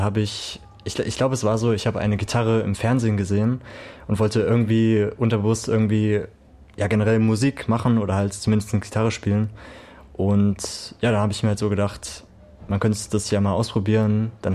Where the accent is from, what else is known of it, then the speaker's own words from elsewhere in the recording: Rhineland-Palatinate, Germany; aus der Nähe von Landau.